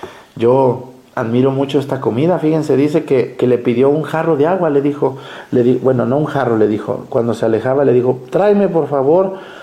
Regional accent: Jalisco, Mexico; now in Guerrero, Mexico; yo soy de Jalisco y miren, estoy aquí en Guerrero

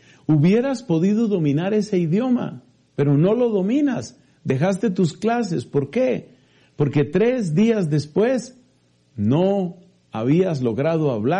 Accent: Colombia; en mi país, en Colombia

